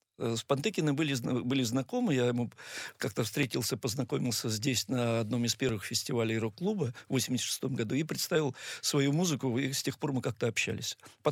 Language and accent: Russian; Izhevsk, Udmurtia, Russia; also born or lived in Moscow; а в 2004 году переехал в Москву, а в прошлом году вернулся в родной город Ижевск, по объективным обстоятельствам.